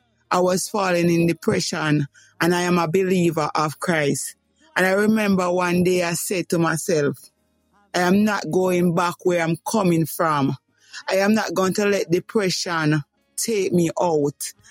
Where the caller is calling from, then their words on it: Clarendon, Jamaica; I'm calling from the beautiful parish of Clarendon.